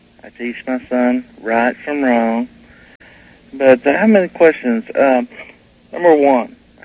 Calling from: Oklahoma, United States; from Atchley, Oklahoma.

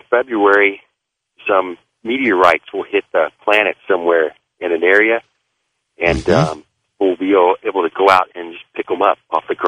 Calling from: Aurora, United States; from Aurora.

